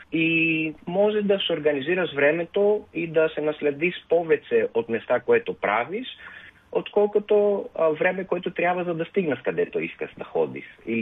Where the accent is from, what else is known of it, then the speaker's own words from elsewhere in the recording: Athens, Attica, Greece; Bulgarian is a second language; moved away as an adult; now in Sofia, Bulgaria; Аз съм от Атина